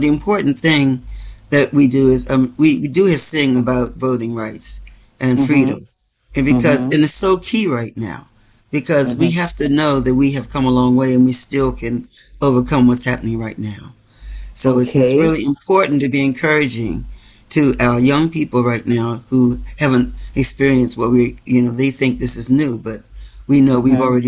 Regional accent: Washington, District of Columbia, United States; I was definitely a D.C. born girl.

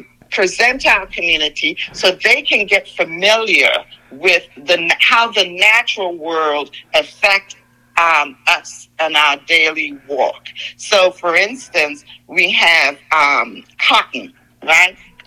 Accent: Trinidad & Tobago; born there; moved away; I was born in Trinidad.

